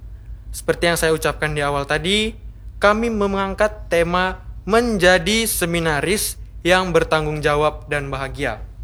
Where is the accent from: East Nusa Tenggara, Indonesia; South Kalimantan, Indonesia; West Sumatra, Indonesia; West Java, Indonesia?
South Kalimantan, Indonesia; Banjarbaru; Saya seminaris kelas 12 dan saya berasal dari Paroki Bunda Maria Banjarbaru.